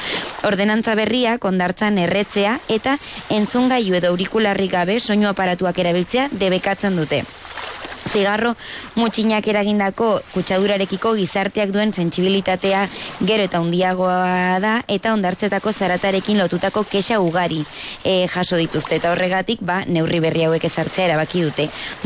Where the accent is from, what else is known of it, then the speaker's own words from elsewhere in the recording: Eltzaburu, Navarre, Spain; nire herritik, eltzaburutik